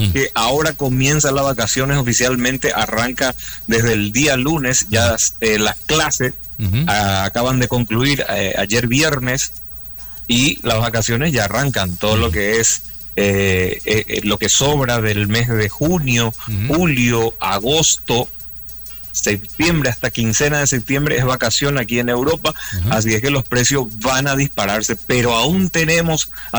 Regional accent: Paraguay; now in Spain; como emigrante, como paraguayo, como latinos

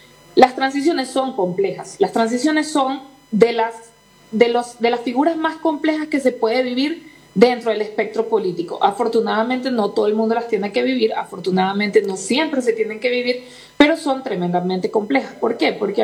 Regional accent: Venezuela; como decimos en mi país, no somos chéveres, no son un gajito de mango.

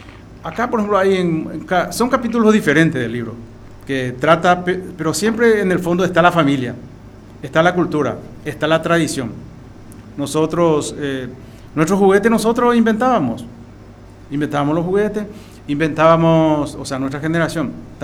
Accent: Paraguay; nosotros como paraguayos, vuelvo a repetir, no debemos de perder nuestra raíz

